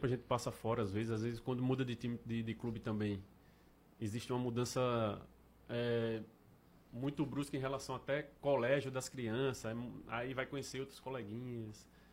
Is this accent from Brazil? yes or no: yes; Maceió, Alagoas, Brazil; Na verdade, o Nordeste todo é tudo parecido. Eu, como sou de Maceió, então... Não muda muita coisa, né?